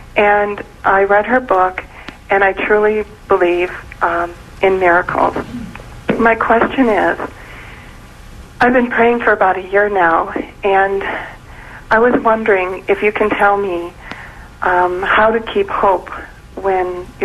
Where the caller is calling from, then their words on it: Illinois, United States; I am from Illinois.